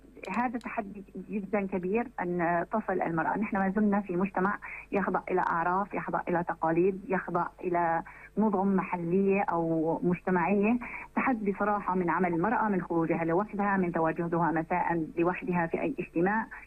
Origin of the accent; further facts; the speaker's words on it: Syria; وكمجتمع محلي قدرنا فورا أن نستطيع أن ننصهر جميعا في منطقة واحدة وأننا سوريون.